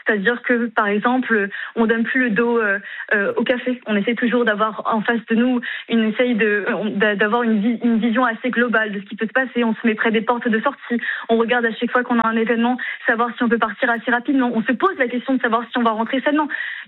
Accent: France; je suis française, être juive dans le privé

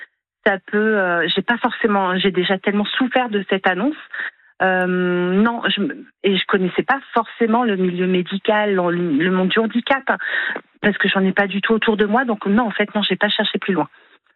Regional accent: Saumur, Pays de la Loire, France; Moi, je suis de Saumur

